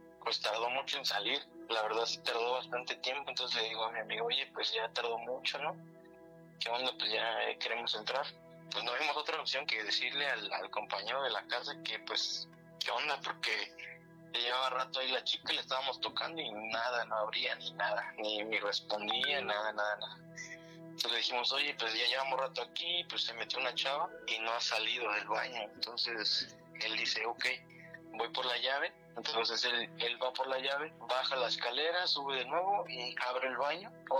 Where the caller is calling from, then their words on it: Querétaro, Mexico; Desde Querétaro, Querétaro